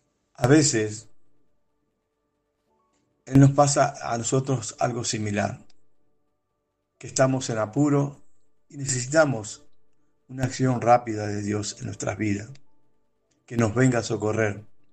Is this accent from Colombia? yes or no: no; Argentina; soy de Argentina